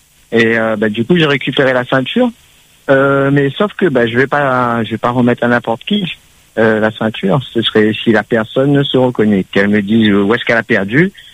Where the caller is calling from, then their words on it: Saint-Leu, Réunion; j'habite sur Saint-Leu